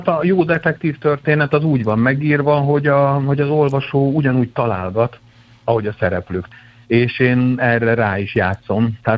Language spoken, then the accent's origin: Hungarian; Kaposvár, Somogy, Hungary; also born or lived in Szolnok / Pécs / Budapest; én Szolnokon születtem, de Kaposváron nőttem fel, éltem Pécsen, Pesten, rengeteg helyen